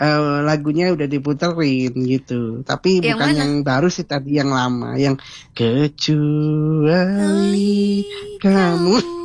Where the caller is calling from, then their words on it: Batu, East Java, Indonesia; di daerah Batu di sini di apa? Di jalan apa itu saya kok lupa itu Kak Rayu. Pokoknya di sekitaran Jalan Lesti sini di seputaran daerahku sini.